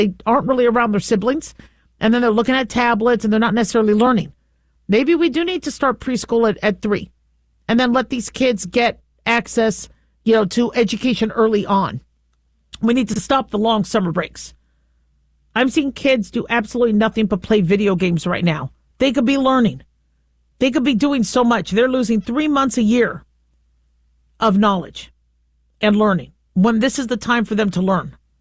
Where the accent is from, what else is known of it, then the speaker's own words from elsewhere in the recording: California, United States; born there; now in Nevada, United States; I love California. I'm from California. I was born there. I would love to move back one day